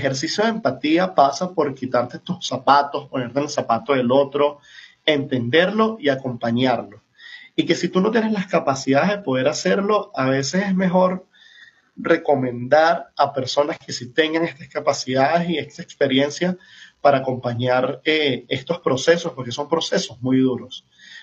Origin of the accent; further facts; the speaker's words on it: Venezuela; seguíamos vivos también como venezolanos.